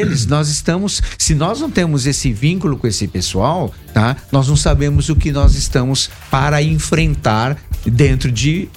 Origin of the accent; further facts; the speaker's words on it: São Paulo, Brazil; essa sua lembrança me fez lembrar a lembrança da minha infância em São Paulo, tá?